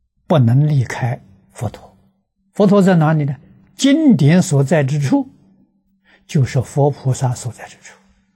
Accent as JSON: {"language": "Chinese", "country": "China", "said": "这个帝是忉利天主，我们中国人叫玉皇大帝啊"}